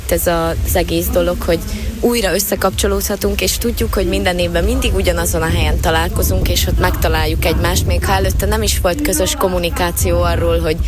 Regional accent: Želiezovce, Nitra Region, Slovakia; moved away; Én zselíziként mindig nagyon boldog vagyok, amikor hazajöhetek erre a fesztiválra

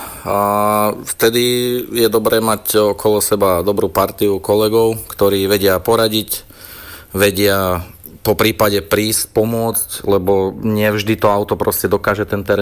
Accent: Trenčianske Bohuslavice, Trenčín Region, Slovakia; Teraz momentálne pôsobím v obci Opatovce, predtým som ako rodák z Trenčianskych Bohuslavíc pôsobil v zbore v Trenčianskych Bohuslaviciach

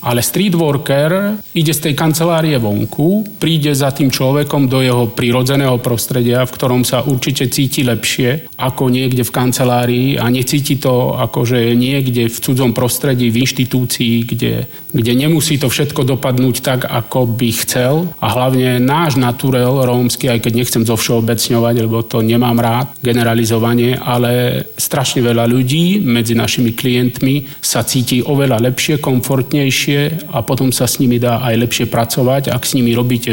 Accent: Detva, Banská Bystrica Region, Slovakia; ja som z Detvy vlastne. Naša rodina, môj rod, boli medzi prvými tromi rodmi, ktorí prišli a založili vlastne osídlenie Rómsk v Detve. My tam žijeme už viac ako 230 rokov.

